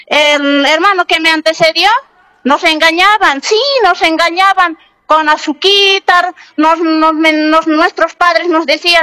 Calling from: La Paz, Bolivia

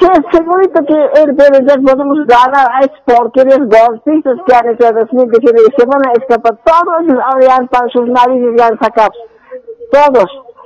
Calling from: La Paz, Bolivia; Estoy llamando de Ciudad de La Paz.

